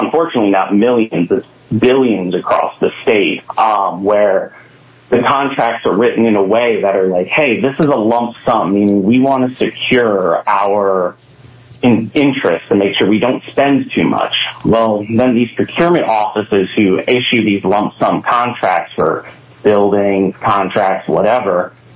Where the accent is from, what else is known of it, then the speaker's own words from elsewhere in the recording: Bowie, Maryland, United States; born there; I was originally born in Bowie as well